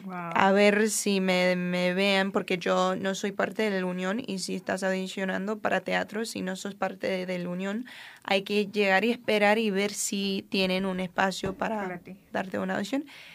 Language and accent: Spanish; Flint, Michigan, United States; moved away as an adult; now in California, United States; Bueno, yo nací en Michigan, en Flint, Michigan, el famoso. Nací y crecí en Michigan, todavía mis familias siguen ahí. Y mudé a California hace como 2 años y algo.